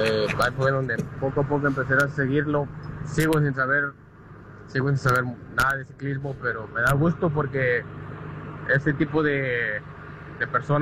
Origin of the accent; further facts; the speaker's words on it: Mexico; como mexicano me da gusto que ese muchacho la esté rompiendo